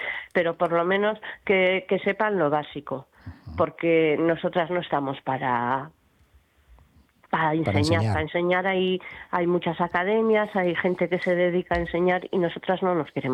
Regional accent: Vitoria, Basque Country, Spain; pero si somos los tres, somos de Vitoria y cada uno hacemos

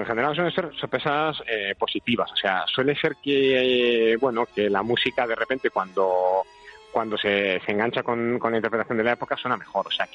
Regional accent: Bilbao, Basque Country, Spain; como soy de Bilbao

